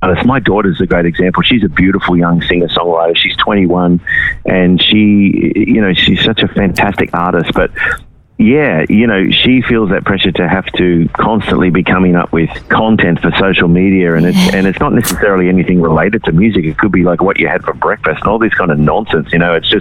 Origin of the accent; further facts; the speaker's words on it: Wagga Wagga, New South Wales, Australia; growing up in Wagga